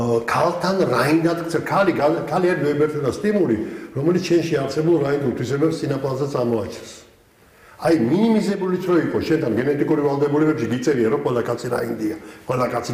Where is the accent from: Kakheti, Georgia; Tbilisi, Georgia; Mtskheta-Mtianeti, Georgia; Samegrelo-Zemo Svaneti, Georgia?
Tbilisi, Georgia; ეხა თბილისში მე და ისე ძველობაში დავიბადე და რიყალაძეში დავიბადე. ამაზე ძველი უბანი არ არსებობს. მე ისეთი მკვიდრი ბინადარი ვარ თბილისში.